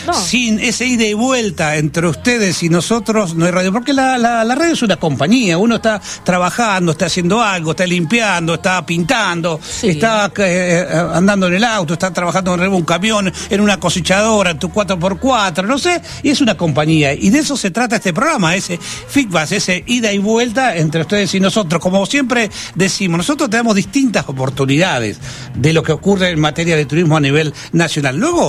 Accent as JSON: {"language": "Spanish", "town": "San Carlos de Bolívar", "region": "Buenos Aires Province", "country": "Argentina", "moved": "yes", "said": "Yo soy de Bolívar, muy cerca."}